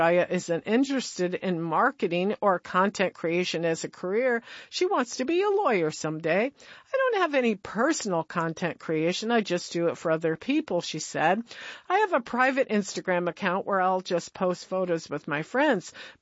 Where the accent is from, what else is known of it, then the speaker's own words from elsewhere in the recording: United States; I'm sad to say that I will not be attending the 2026 World Cup in my home country, though.